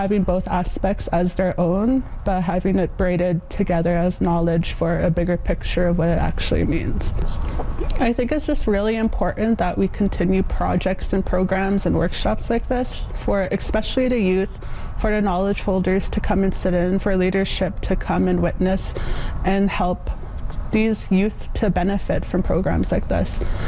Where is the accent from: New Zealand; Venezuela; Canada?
Canada; Northwest Territories; I'm from Toledo, Northwest Territories, a little place called the Sawtooth Region.